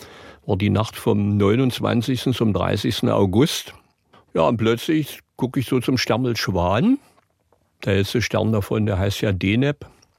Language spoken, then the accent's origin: German; Magdeburg, Saxony-Anhalt, Germany; Magdeburg, wo ich herstamme, auf dem Hof meiner Eltern.